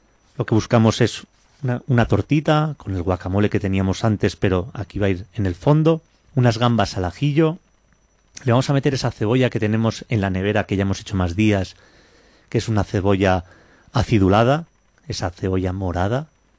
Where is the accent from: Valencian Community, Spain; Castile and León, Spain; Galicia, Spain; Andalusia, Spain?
Castile and León, Spain; Aranda de Duero; de Aranda, somos de la Ribera, entonces...